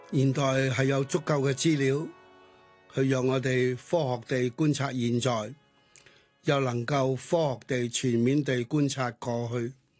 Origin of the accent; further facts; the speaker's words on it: Hong Kong; 我们香港是一个联通世界的一个大的港口，它有优美的港口去联通到全世界，它有近代这百几两百年的历史和全世界的接轨